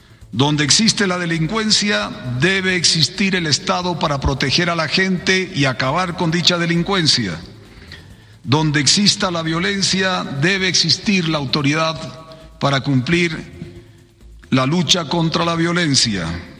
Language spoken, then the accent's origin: Spanish; Bolivia; los bolivianos tenemos que encontrarnos